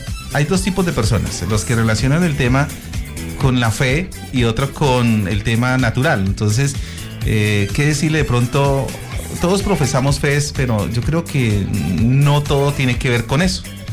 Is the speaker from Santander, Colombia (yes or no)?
yes; Bucaramanga, Santander, Colombia; moved away; yo soy de Santander, de Bucaramanga